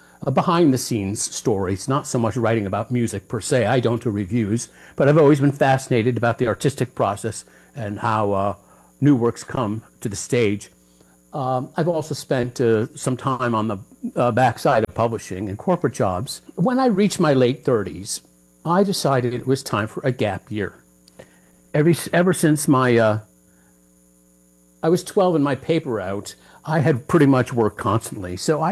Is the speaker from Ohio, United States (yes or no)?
yes; Toledo, Ohio, United States; Born and raised in Toledo, Ohio, with no mountains, no ocean.